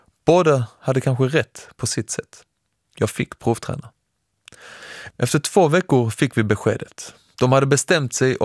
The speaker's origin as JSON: {"language": "Swedish", "town": "Lund", "region": "Skåne", "country": "Sweden", "said": "och precis som det låter kommer jag från Skåne. Närmare bestämt Lund, lärdomsstaden, den lilla storstaden för det bildade och kloka."}